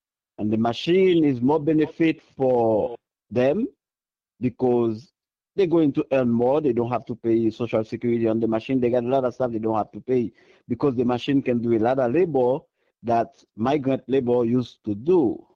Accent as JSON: {"language": "English", "country": "Haiti", "moved": "yes", "said": "I'm from Haiti."}